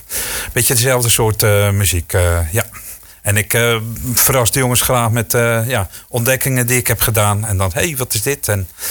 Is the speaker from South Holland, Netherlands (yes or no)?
no; Goes, Zeeland, Netherlands; moved away as an adult; also born or lived in Spain; ik kom uit Zeeland, uit Goes.